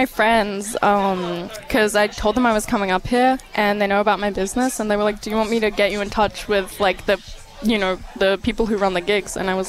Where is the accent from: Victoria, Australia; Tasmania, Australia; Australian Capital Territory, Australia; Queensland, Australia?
Australian Capital Territory, Australia; Canberra; now in Darwin, Australia; I'm from Canberra.